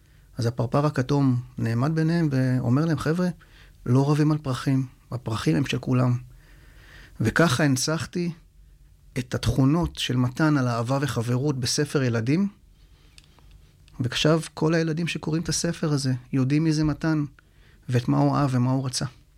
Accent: Central Israel, Israel; moved away as an adult; now in Dimona, Israel; אני היום גר בדימונה, אבל גדלתי באזור המרכז

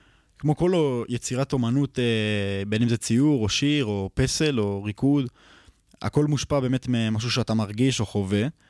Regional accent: Hod HaSharon, Central District, Israel; בן 22 מהוד השרון.

